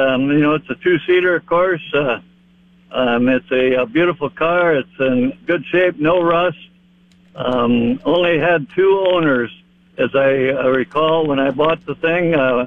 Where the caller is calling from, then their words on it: Sioux Falls, South Dakota, United States; from Sioux Falls.